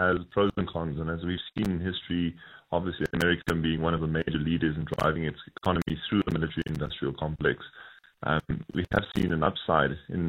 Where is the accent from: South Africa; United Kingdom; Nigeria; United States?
South Africa; speaking as a South African and speaking as someone working in the South African defense industry in general